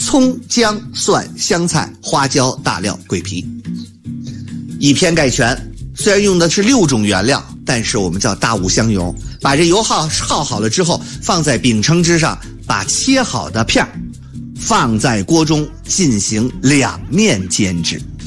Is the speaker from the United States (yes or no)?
no; China